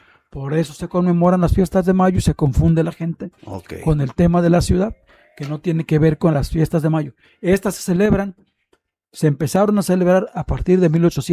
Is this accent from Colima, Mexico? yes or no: yes; Manzanillo, Colima, Mexico; éramos porteños y somos porteños.